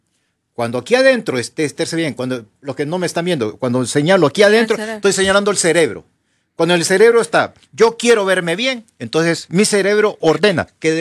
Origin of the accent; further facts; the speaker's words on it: Honduras; Eso somos Honduras.